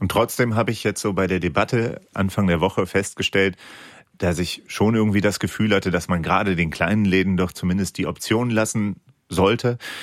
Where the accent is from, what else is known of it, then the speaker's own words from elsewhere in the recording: Duisburg, North Rhine-Westphalia, Germany; Aber ich erlebe in meiner Heimatstadt in Duisburg jedes Mal, wenn diese Veranstaltungen dann sind